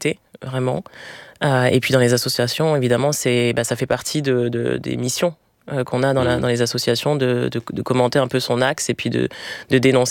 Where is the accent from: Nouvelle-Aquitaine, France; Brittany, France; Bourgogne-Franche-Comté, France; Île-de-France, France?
Île-de-France, France; Villiers-le-Bel; Je suis née à Clamart, mais j'ai grandi à Villers-le-Bel.